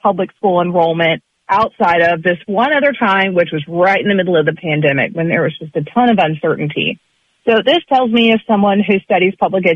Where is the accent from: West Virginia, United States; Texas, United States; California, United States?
Texas, United States; Abilene; And then I also like to point out, I'm from Abilene, actually.